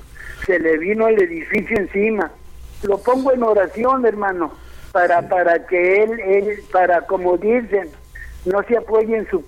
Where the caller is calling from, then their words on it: Tijuana, Baja California, Mexico; hablo de acá de Tijuana